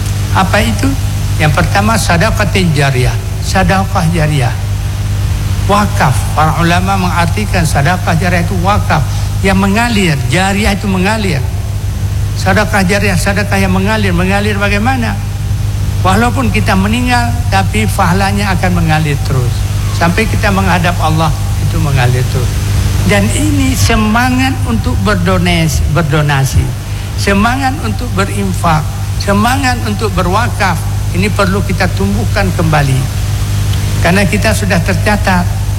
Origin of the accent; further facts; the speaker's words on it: Aceh, Indonesia; Saya orang Aceh karena pergi haji bukan dari Aceh, enggak dapat juga.